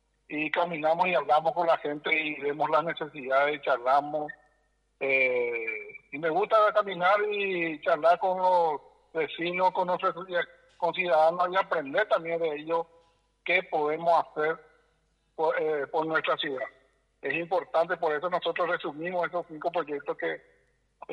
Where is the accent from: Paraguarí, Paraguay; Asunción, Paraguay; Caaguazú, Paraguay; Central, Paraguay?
Central, Paraguay; Itauguá; Y prácticamente somos de Itagua.